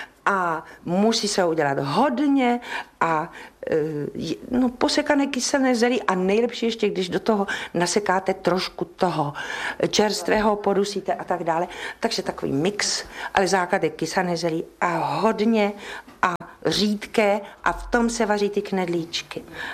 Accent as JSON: {"language": "Czech", "town": "Brno", "region": "South Moravian Region", "country": "Czechia", "tie": "born or raised there", "said": "když jsem byla v Praze a nemohla jsem třeba přijet na Vánoce a hlavně teda na Silvestra domů, tak jsem si vždycky z Kohoutovic z Brna vezla hrnec rýžovo-masových knedličků v zelí"}